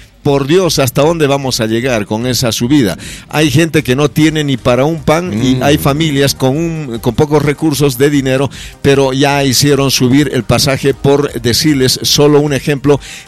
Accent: Bolivia

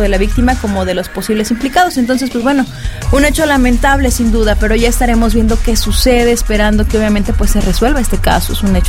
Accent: Mexico; estas celebraciones que disfrutamos como buenos mexicanos que somos

